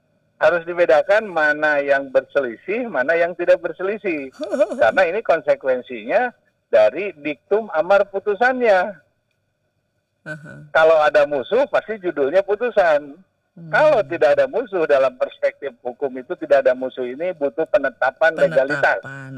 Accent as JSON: {"language": "Indonesian", "region": "West Java", "country": "Indonesia", "said": "kabupaten kota kita ini, Jawa Barat tercinta ini"}